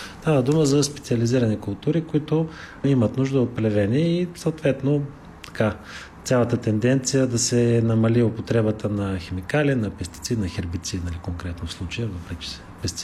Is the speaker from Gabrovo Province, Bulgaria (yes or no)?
yes; Gabrovo, Gabrovo Province, Bulgaria; Ние сме от Габрово, между другото, са ученици сме бивши, с Стефан също, да, така се оформи екипа.